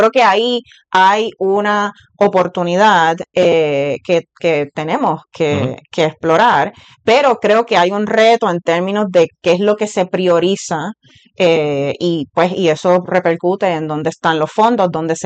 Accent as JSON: {"language": "Spanish", "country": "Puerto Rico", "said": "Sobre todo para poblaciones como, ¿no?, Puerto Rico, que somos hispanos, ¿no?, que dentro del contexto de los Estados Unidos somos considerados una minoría."}